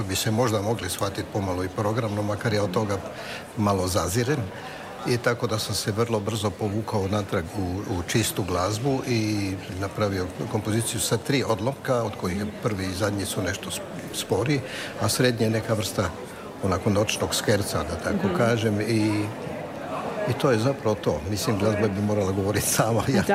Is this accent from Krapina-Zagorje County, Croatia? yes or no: no; Rijeka, Primorje-Gorski Kotar County, Croatia; Kao prvo, ja sam Riječanin rodom.